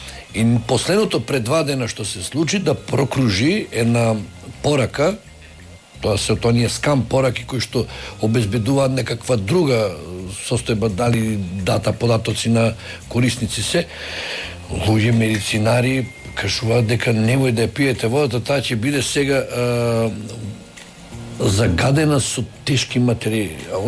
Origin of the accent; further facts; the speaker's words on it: Gostivar, Polog, North Macedonia; Јас сум од Гостивар.